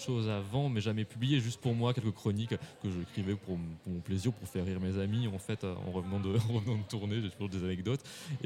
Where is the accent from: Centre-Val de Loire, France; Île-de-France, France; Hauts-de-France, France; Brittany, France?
Île-de-France, France; Paris; born there; now in Limoges, France; Eh bien, je suis pianiste classique, né à Paris